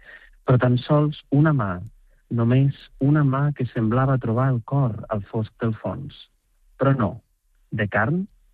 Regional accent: Catalonia, Spain; perquè jo soc de Ponent i hi ha un paisatge de Terra Baixa que em ressona molt, no?

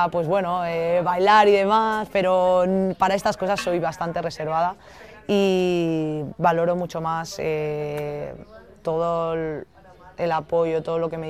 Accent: Balearic Islands, Spain; presión nos quitamos porque evidentemente somos cuatro mallorquinas y muchísima gente nos escribe y estamos en nuestra casa

